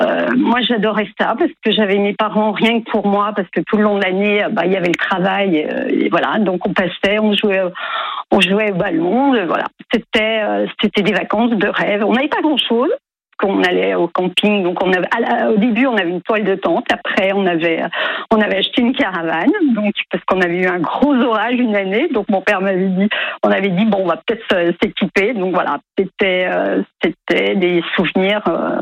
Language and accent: French; Auvergne-Rhône-Alpes, France; now in Mont-de-Marsan, France; je suis originaire de la Haute-Savoie.